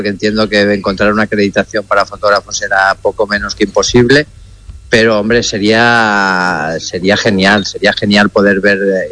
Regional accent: Catalonia, Spain; como culé, como catalán

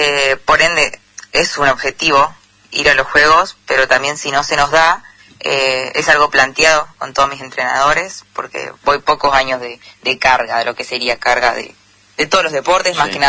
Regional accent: Salta, Argentina; now in Buenos Aires, Argentina; No, estoy en Buenos Aires, me vine a vivir acá, porque estoy estudiando kinesiología también. Y bueno, ya hace 4 años que me vine acá

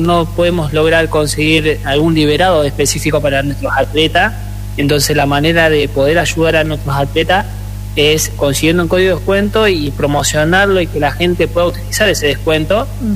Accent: Córdoba, Argentina; Después está Mikey de Salta, bueno, yo soy de Córdoba

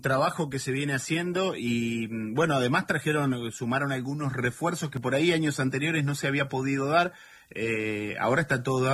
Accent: Entre Ríos, Argentina; now in El Calafate, Argentina; Y eso que vengo de Entre Ríos.

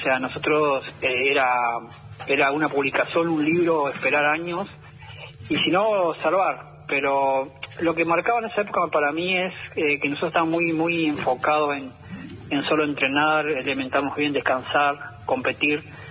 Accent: Entre Ríos, Argentina; Villa Clara, el 20 de julio, 9 de julio, Villaguay, que está cerca de mi pueblo.

